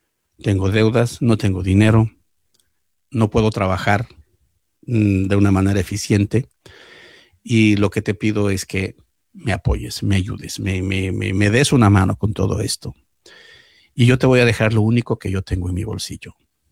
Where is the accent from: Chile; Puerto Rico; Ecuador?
Ecuador; moved away as an adult; now in New York, United States; En el año 94, en 1994, yo vine del Ecuador a Nueva York.